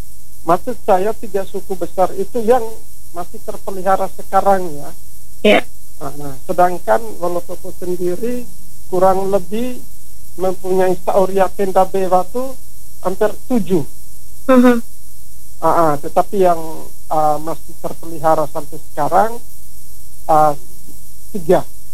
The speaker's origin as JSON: {"language": "Indonesian", "area": "Wolotopo", "region": "East Nusa Tenggara", "country": "Indonesia", "said": "itu filosofi kami orang Lio teristimewa di Wolotopo."}